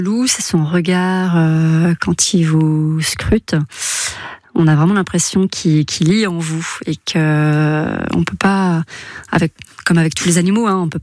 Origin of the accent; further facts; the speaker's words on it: Bourgogne-Franche-Comté, France; entre chez nous, en Puisaye